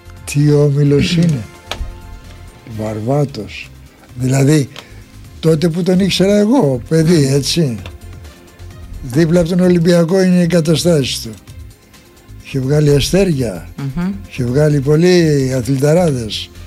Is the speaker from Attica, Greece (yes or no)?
yes; Piraeus, Attica, Greece; born there; στον Πειραιά, στο Πασαλιμάνι, εκεί που γεννήθηκα.